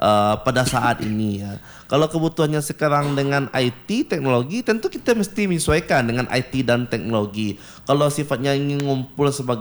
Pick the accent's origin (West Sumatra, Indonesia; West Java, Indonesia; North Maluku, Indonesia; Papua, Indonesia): West Sumatra, Indonesia; Bukittinggi; kita pemuda di Kota Abu Tinggi